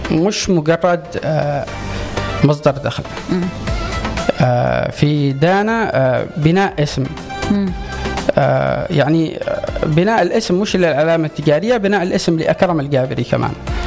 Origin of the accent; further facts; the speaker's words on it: Aden, Yemen; عندنا في عدن أو في اليمن بشكل عام